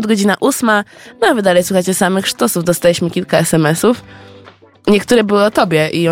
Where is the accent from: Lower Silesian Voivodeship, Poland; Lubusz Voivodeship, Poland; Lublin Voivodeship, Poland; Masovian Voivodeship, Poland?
Masovian Voivodeship, Poland; Warsaw; Całe życie mieszkam w Warszawie